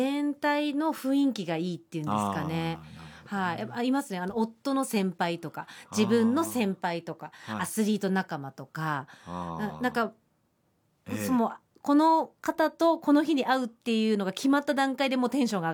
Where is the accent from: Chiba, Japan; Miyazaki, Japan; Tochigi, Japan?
Tochigi, Japan; now in Tokyo, Japan; 私はもう地元の栃木がもう大好きなので、ええ、栃木に、まあ、今度またお盆の時期も帰りますけど